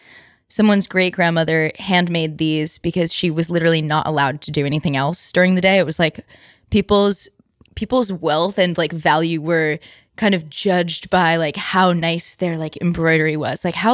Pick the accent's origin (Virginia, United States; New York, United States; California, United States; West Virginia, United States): New York, United States; hey, take a chance on a girl. I'm from New York, you know, like I promise I'm a good person.